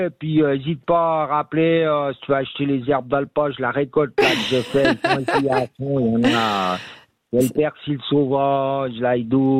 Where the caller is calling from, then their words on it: Switzerland; Moi, je suis suisse depuis 600 ans, je ne suis pas trop étrange dans la région.